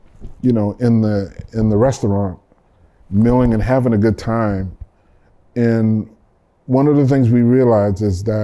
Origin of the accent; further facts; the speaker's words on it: New Orleans, Louisiana, United States; this one woman who I grew up with in New Orleans